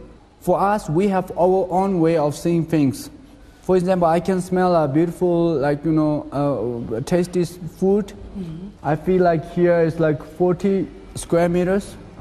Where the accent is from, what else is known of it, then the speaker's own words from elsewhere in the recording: Ganzhou, China; I am from East Tibet, from Ganzhou, and I have a twin sister.